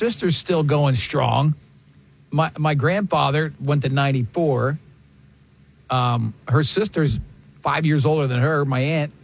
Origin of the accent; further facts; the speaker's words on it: Long Island, New York, United States; childhood friends that I grew up with in Long Island.